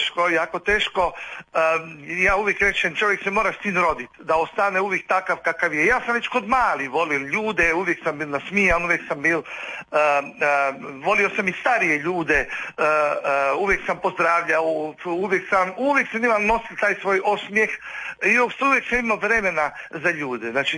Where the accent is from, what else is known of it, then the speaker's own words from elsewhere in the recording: Istria County, Croatia; moved away as an adult; now in Slovenia; dolazim iz Slovenije, tamo sam napravio karijeru i sa velikim veseljem se vraćam opet među moje domaće ljude.